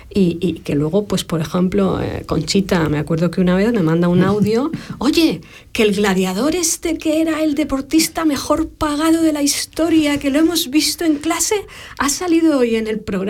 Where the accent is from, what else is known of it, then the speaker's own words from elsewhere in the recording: Madrid, Community of Madrid, Spain; yo soy de Madrid